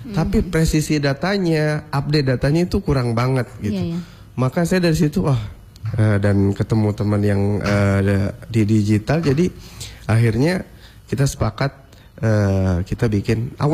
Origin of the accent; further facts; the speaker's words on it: Gorontalo, Indonesia; Maka saya berpikir di daerah saya sendiri kok saya nggak bisa menemukan. Kalau saya browsing dulu, saya cari-cari, kok ini berita-berita wisata, destinasi wisata Gorontalo tuh nggak ada yang valid.